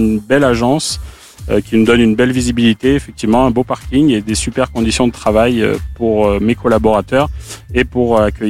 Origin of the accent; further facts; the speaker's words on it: Aurillac, Auvergne-Rhône-Alpes, France; Donc, je suis originaire du Cantal. J'ai grandi en plus juste au-dessus.